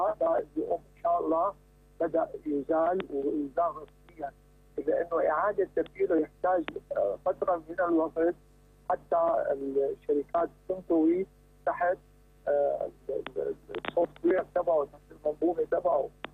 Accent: Syria; نحن نسمنها من كسوريين،

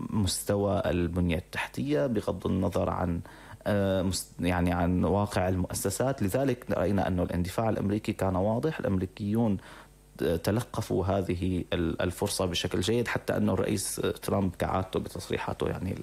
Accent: Syria; بالنسبة لنا كسوريين

